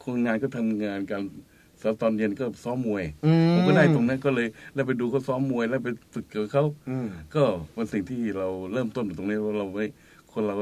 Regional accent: Bangkok, Thailand; born there; ผมเกิดที่กรุงเทพนี่แหละ

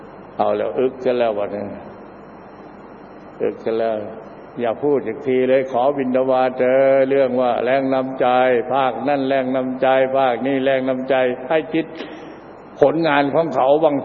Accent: Isan, Thailand; เราก็เป็นคนภาคอีสาน 100%

